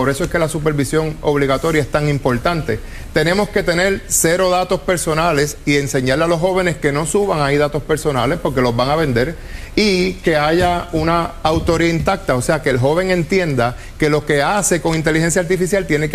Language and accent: Spanish; Puerto Rico; como puertorriqueños y como Puerto Rico entero.